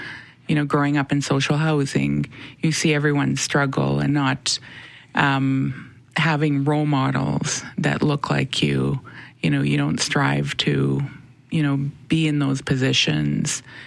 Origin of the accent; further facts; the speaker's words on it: Winnipeg, Manitoba, Canada; Born and raised in the north end of Winnipeg.